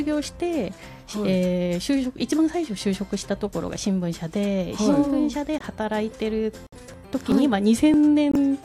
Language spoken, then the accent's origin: Japanese; Seoul, South Korea; Japanese is a second language; moved away as an adult; also born or lived in Jeonju, North Jeolla; now in Japan; 実家があるのはソウルで、うん、はい、小学生の時からはずっと、うん、はい、まあほとんどソウルだったんで、はい、多分出身はソウルと言った方がいいかなとも思うんですけど、うん、はい、お父さんもお母さんもジェンシュという、チョンラドという韓国の西の南側の内陸の方なん